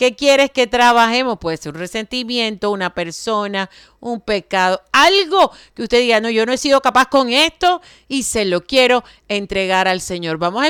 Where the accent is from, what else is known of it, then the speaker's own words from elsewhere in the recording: Caribbean Region, Colombia; Y nosotros que somos costeños y a veces somos tan imprudentes